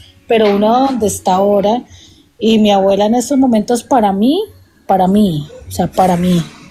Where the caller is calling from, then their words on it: Cúcuta, Norte de Santander, Colombia; De Cúcuta, norte de Santander.